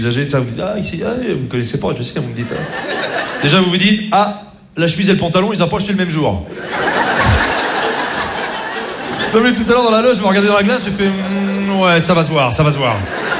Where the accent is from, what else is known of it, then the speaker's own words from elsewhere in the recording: Rouen, Normandy, France; moi, je suis pas du tout de Paris, je suis pas du tout de Marseille, bien sûr, moi, je suis de Rouen, je sais pas si vous connaissez Rouen.